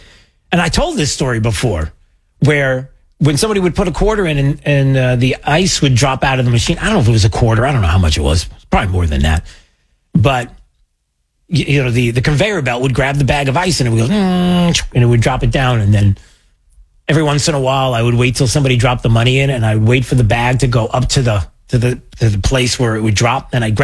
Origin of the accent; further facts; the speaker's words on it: Long Island, New York, United States; where I grew up on Long Island